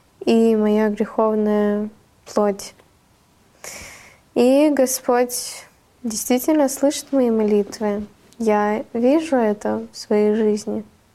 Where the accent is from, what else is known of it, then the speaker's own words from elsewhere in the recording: Gelendzhik, Krasnodar Krai, Russia; also born or lived in Arkhyz, Russia; это Геленджик, мой родной город. А вторая мой клип, второй мой клип … это Карачаево-Черкесия, Архыз как раз-таки. Мое родное местечко, мое любимое место, душа моя, да.